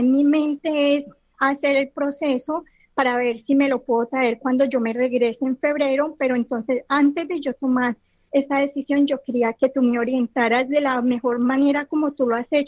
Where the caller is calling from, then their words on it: Valencia, Valencian Community, Spain; te hablo desde Valencia, España.